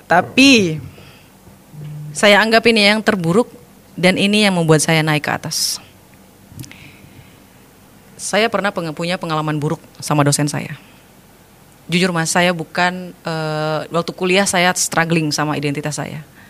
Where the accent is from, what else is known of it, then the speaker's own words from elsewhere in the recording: Sumatra, Indonesia; moved away; Apalagi saya dari Sumatera terbang ke Jawa yang gender kayak gitu.